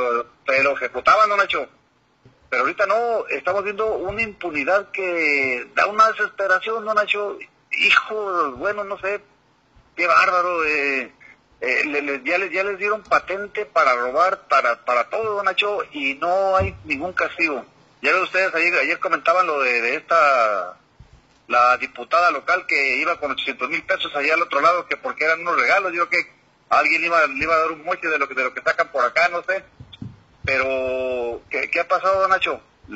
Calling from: Mexico

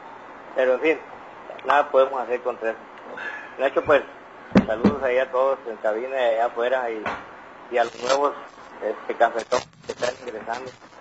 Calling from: Mexicali, Baja California, Mexico; Somos de aquí

